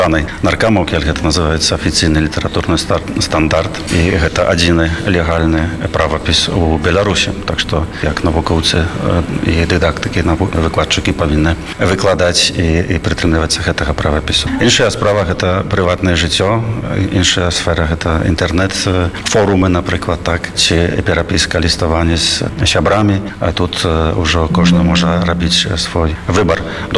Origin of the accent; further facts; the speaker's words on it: Warsaw, Masovian Voivodeship, Poland; born there; Belarusian is a second language; Я сябе адчуваю беларусам. Я нарадзіўся ў Варшаве, але вельмі шмат часу правёў з беларусамі.